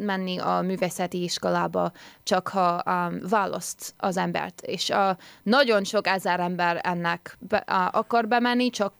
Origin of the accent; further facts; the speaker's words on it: Australia; born there; Hungarian is a second language; also born or lived in Hungary; Itt születtem, de egy évkoromban mentem Ausztráliába az anyám és az apámmal, és akkor pár hónapig ott voltunk, mert az apa ott dolgozott, de visszajöttem a Magyarországba csak 2 évig